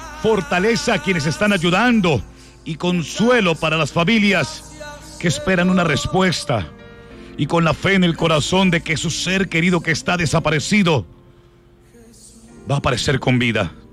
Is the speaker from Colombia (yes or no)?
yes; Colombia